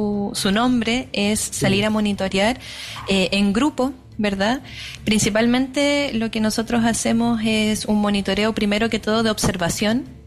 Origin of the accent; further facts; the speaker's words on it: Santiago, Santiago Metropolitan Region, Chile; born there; now in Panguipulli area, Chile; Yo nací en Santiago, pero por diversos motivos de la vida llegué acá, por amor, por familia, así que estoy construyendo mi vida aquí.